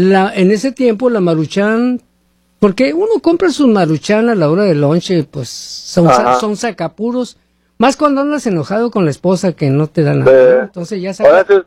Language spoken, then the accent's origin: Spanish; Sonora, Mexico; yo pura sal porque soy de Sonora. Allá en Sonora